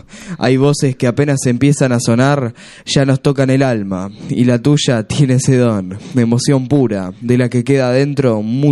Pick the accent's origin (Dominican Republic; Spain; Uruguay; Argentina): Uruguay; Soy uruguayo y me saco el sombrero ante